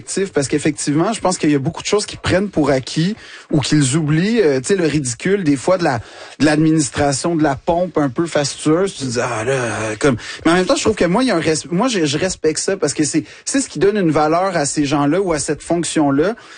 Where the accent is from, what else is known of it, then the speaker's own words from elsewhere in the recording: Quebec, Canada; now in France; je suis Québécois. Donc, en fait, je suis pas un Français, je suis un Québécois qui est en France.